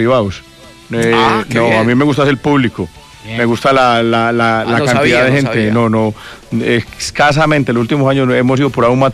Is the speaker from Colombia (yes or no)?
yes; Colombia; yo soy colombiano